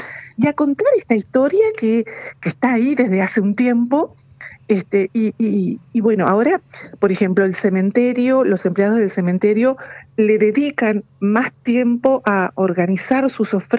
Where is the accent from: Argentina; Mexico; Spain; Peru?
Argentina; Santa Elena, Entre Ríos; sobre todo en mi pueblo, en Santa Elena